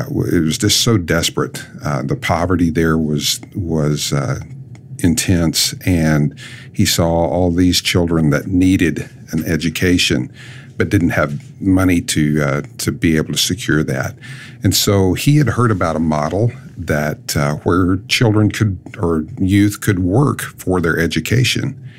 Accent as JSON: {"language": "English", "region": "Texas", "country": "United States", "tie": "born or raised there", "said": "Well, I grew up in the Texas Panhandle on our family farm there, and would listen to James Dobson's broadcast while I was driving the tractor."}